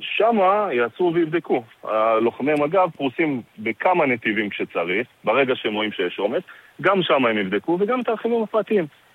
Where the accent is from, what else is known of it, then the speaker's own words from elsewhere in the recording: North, Israel; ועכשיו אני גדלתי בצפון, במרכז, אני יודע מה זה פקקים